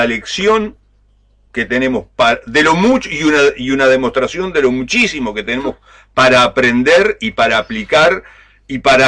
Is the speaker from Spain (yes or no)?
no; Uruguay